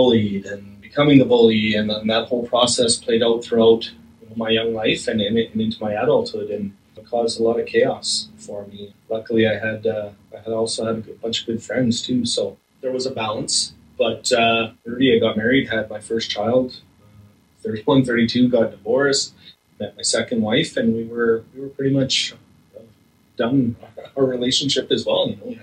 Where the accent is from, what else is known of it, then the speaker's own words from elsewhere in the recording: Slave Lake, Alberta, Canada; also born or lived in St. Paul, Canada / Edson, Canada; I was born in St. Paul, Alberta, and you know, I'm the youngest of seven, and spent about 4 years St. Paul before we moved to Edson for a year, and then my dad got transferred to Slave Lake, and that's where I grew up.